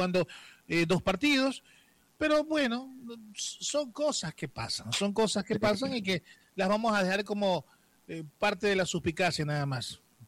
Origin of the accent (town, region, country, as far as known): Ecuador